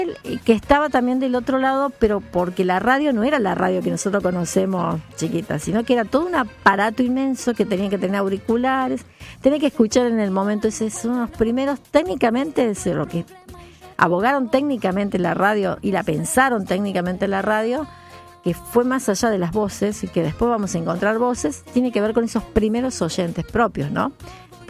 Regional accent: San Nicolás, Buenos Aires Province, Argentina; … de San Nicolás.

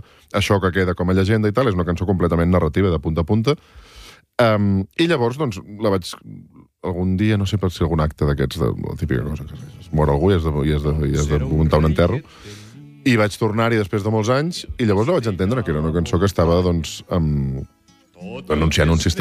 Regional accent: Salt, Catalonia, Spain; Jo sóc, a més de Salt, que és un lloc una mica especial, perquè nosaltres vam conviure amb diferents cultures des de molt petits.

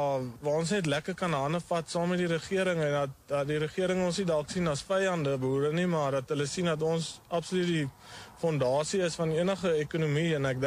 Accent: Eastern Cape, South Africa; ons kom oorspronkelijk uit die Ooskaap uit, so nabij van Starens rivier het my pa was een seibokkar makelaar, en daar het hy gemelk ook, so ek het op een melkplaas groot geraak.

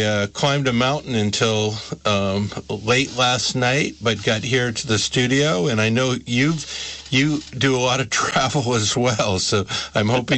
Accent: St. Albans, Vermont, United States; And St. Albans, Vermont, my hometown

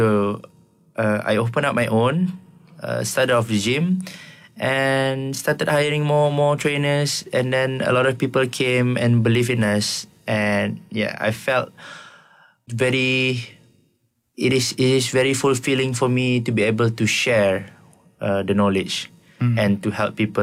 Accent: Johor, Malaysia; I was from Johor.

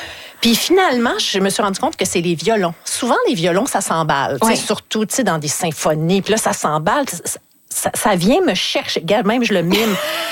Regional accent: Charlesbourg, Quebec, Canada

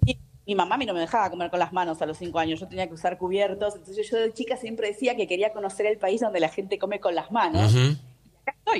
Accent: Buenos Aires, Argentina; moved away as an adult; now in Egypt; cuando vivía en Buenos Aires.

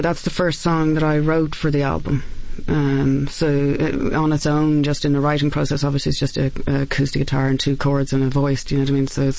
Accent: Ireland; And also being Irish, I'm pretty pagan.

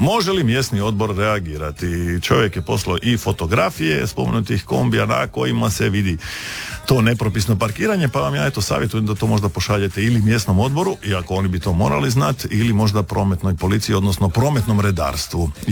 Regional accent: Sveti Petar u Šumi, Istria County, Croatia; Ja sam Istrijanka iz Svetoga Petra u šumi, lipo moje sunce na prozorčicu.

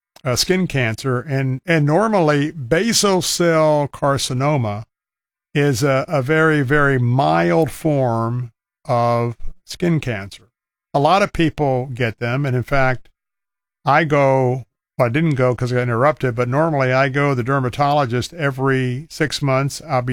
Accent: Florida, United States; if you were like me and you were born and raised in Florida, and if you were an outdoors type of person like I was

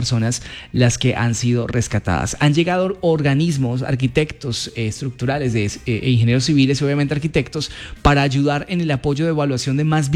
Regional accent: Cali, Valle del Cauca, Colombia; poder uno, como caleño, ayudar

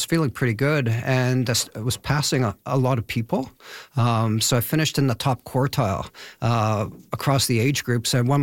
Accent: Canada; I'm a Canadian

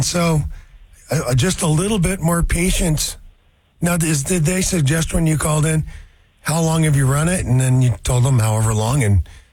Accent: Seattle, Washington, United States; I was talking about, you know, growing up in Ballard

